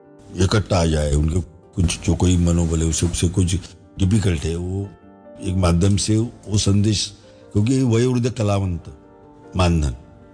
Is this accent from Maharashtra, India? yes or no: yes; Maharashtra, India; हमारे महाराष्ट्र में है